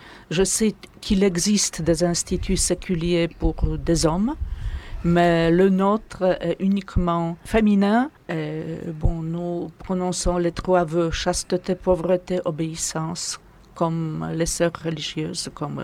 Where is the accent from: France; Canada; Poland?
Poland; Je suis polonaise, compatriote de Saint Jean-Paul II